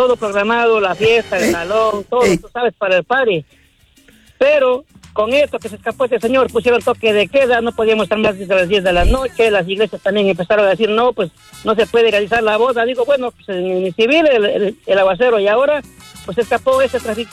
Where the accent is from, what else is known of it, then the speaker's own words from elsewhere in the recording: Ecuador; somos de Ecuador nosotros.